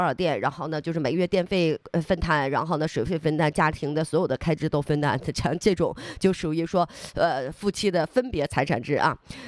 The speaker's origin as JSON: {"language": "Chinese", "region": "Northeast China", "country": "China", "accent": "Northeastern", "said": "像用咱们东北话讲"}